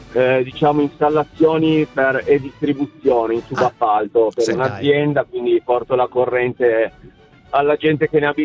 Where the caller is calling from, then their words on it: Turin, Piedmont, Italy; sono di Torino, ma lavoro un po' in tutto il Piemonte